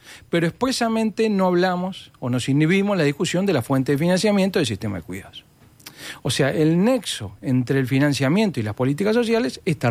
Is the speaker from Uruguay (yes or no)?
yes; Uruguay